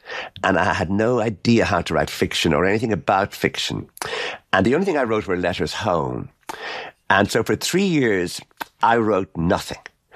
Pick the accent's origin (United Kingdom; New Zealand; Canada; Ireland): Ireland; moved away as an adult; now in United States